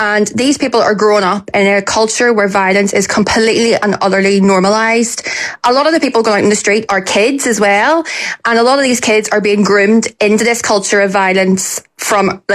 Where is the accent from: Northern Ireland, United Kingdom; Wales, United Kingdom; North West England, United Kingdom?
Northern Ireland, United Kingdom; I grew up in Oudenarde, which is a bit of a loyalist stronghold in the north.